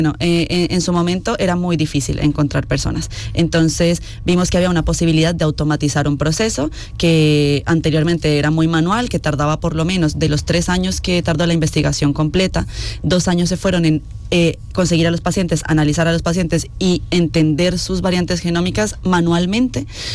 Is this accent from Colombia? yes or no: yes; Colombia; now in Spain; Yo en Colombia había tenido la oportunidad de trabajar, que yo soy colombiana, por si acaso